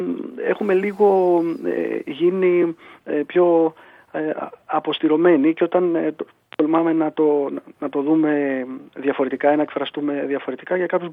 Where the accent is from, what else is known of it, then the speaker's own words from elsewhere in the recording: Volos, Thessaly, Greece; στα μέρη μου, ξεκινώντας από το Βόλο δηλαδή.